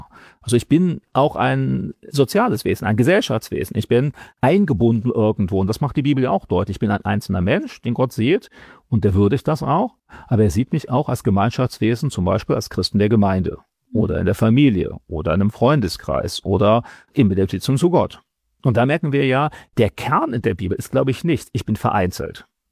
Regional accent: Germany

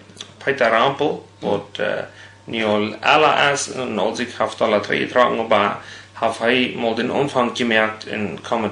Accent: Rubio, Chihuahua, Mexico; Ich bin in Rubio geboren, also das ist du von Cuauhtémoc, 40 Kilometer im Norden.

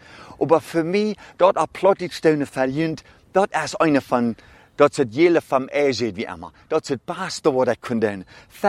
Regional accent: Germany; accent: Low German; Ich rede gute Plattdeutsch.

